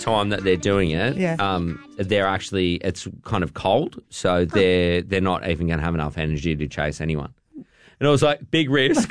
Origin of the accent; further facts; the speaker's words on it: Australia; just being Australian.